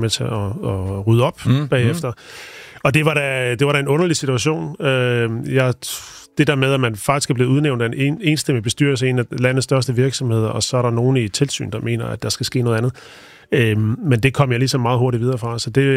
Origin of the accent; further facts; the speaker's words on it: Odense, Region of Southern Denmark, Denmark; Jeg kommer ret nok fra Odense, ja.